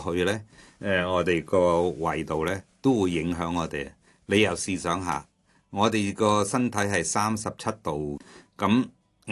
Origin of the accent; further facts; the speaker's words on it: Hong Kong; 我哋香港人咧就系真系非常忙碌嘅